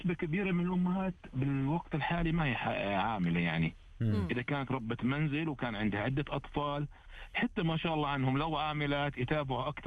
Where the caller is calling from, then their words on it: Riyadh, Riyadh Province, Saudi Arabia; أنا أكلمك من الرياض.